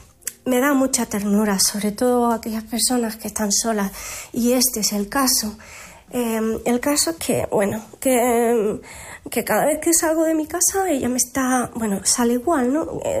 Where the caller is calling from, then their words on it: Villalba, Spain; llamo desde Villalba.